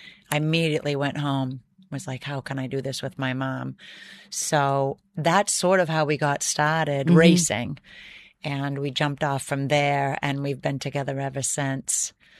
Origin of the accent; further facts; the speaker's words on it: Tyngsborough, Massachusetts, United States; my hometown in Tingsboro.